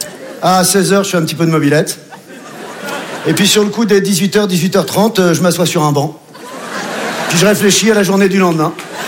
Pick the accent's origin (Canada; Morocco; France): Morocco; Marrakesh, Marrakech-Safi; On m'a dit que t'étais chez nous à Marrakech.